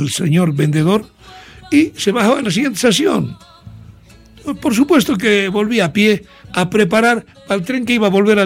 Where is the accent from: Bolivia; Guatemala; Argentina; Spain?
Bolivia; Tarija; moved away; la felicidad que teníamos allá en Tarija